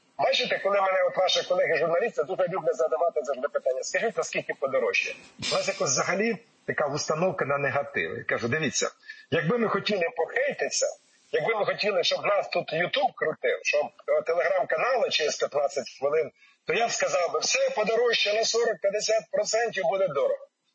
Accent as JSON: {"language": "Ukrainian", "town": "Pryluky", "region": "Chernihiv Oblast", "country": "Ukraine", "tie": "born or raised there", "moved": "yes", "lives_now": "Kyiv, Ukraine", "said": "Мої рідних Прилуках"}